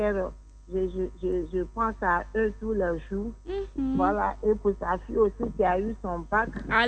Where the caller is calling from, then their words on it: Abidjan, Côte d’Ivoire; Oui, et j'appelle d'Adjamé